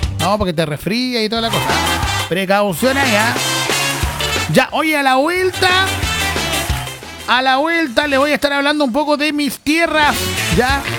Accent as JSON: {"language": "Spanish", "town": "Osorno", "region": "Los Lagos", "country": "Chile", "tie": "born or raised there", "moved": "yes", "said": "Osorno, mi tierra natal"}